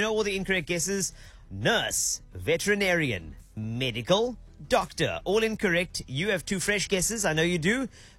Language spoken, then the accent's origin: English; South Africa; Important because we're South African and we embrace all cultures, languages, religions, and creeds.